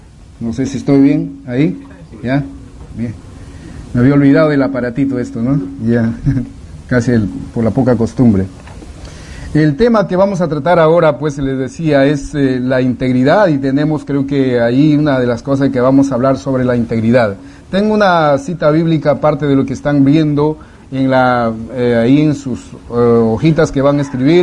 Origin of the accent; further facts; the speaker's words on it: Peru; moved away; soy peruano, espero algunas palabras, a pesar de que hablamos el castellano, espero que algunas palabras usted me pueda entender, algunas que posiblemente no sean la misma cosa